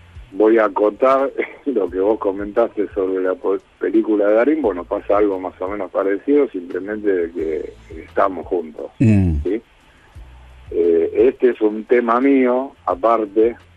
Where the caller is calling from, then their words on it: Mar del Plata, Buenos Aires Province, Argentina; soy de Mar del Plata.